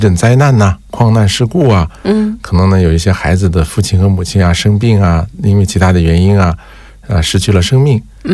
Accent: China; 我作为一个中国人呢

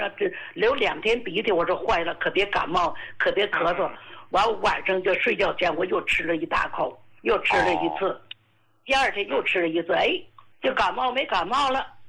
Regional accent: Qinhuangdao, Hebei, China; 我是秦皇岛的，我今年84岁，38年生的

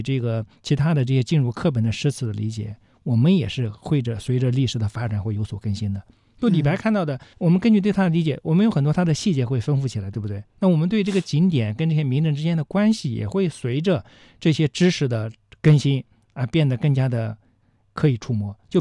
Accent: Fengyang, Anhui, China; 我的老家安徽凤阳

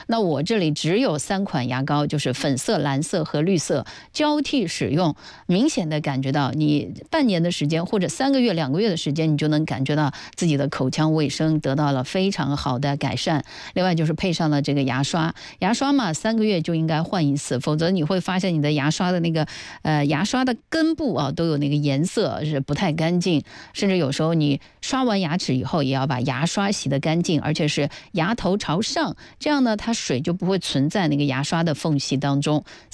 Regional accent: Zhejiang, China; 咱们浙江人爱养生

